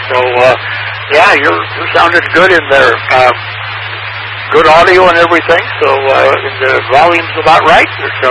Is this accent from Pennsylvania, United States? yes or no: no; Toledo, Ohio, United States; moved away; I'm from the Toledo area originally.